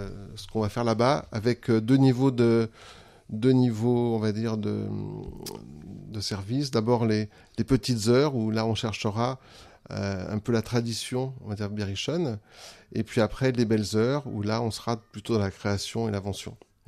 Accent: Bourges, Centre-Val de Loire, France; born there; je suis né à Bourges, j'adore cette ville, évidemment.

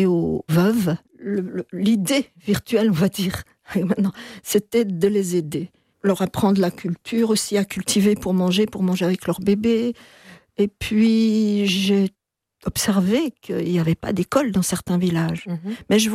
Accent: Belgium

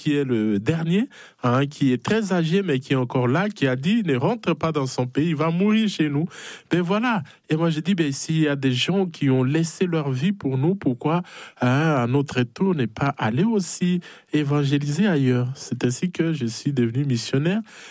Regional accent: DR Congo; Moi, d'abord, je suis congolais d'origine, hein, de la République démocratique du Congo.

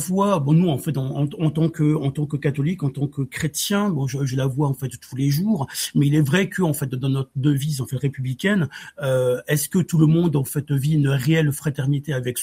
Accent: Occitanie, France; mes parents sont installés en fait dans le sud-ouest de la France, donc en Occitanie, donc dans le Gers, hein, effectivement, dès la fin des années 60

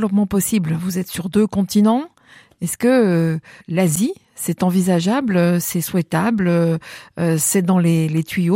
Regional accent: France; chez nous, en France notamment

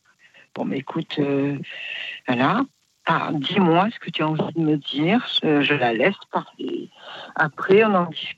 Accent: Poitiers, Nouvelle-Aquitaine, France; now in Marseille, France; Je suis née non-voyante. Je suis native de Poitiers.

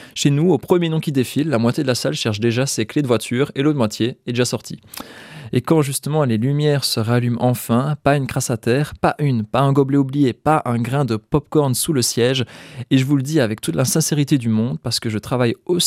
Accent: Liège, Wallonia, Belgium; en tant que bon liégeois.

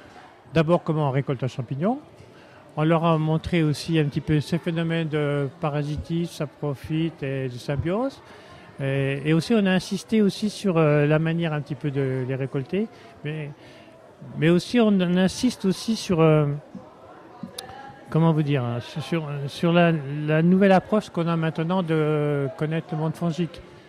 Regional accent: Grand Est, France; now in Gap, France; moi, je suis lorrain. Donc, en Lorraine, on a un nom.

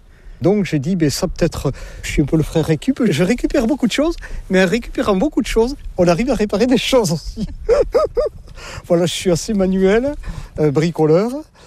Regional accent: Saint-Vincent-de-Paul, Nouvelle-Aquitaine, France; Avec mon accent, je ne suis pas du nord de la Loire, hein, non. Je suis des Landes, hein, du pays de Saint-Vincent-de-Paul.

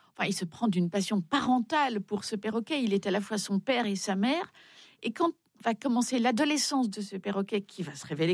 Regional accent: Belgium; Je suis belge.

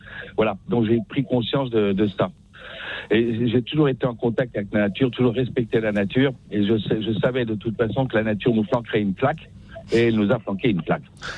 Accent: Tataouine, Tataouine Governorate, Tunisia; also born or lived in Germany; Je suis né en Tunisie, j'aurais dû naître en Indochine, mais je suis né en Tunisie, c'est comme ça, mon père était militaire. Et j'ai vécu dans un petit village au bord du désert, qui s'appelle Fountataouine.

